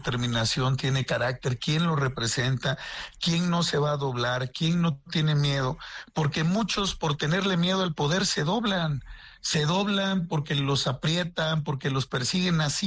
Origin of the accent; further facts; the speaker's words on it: Mexico; somos mexicanos.